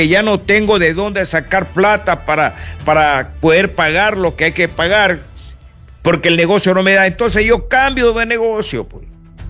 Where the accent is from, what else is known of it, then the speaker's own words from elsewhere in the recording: Ecuador; Somos nosotros los ecuatorianos.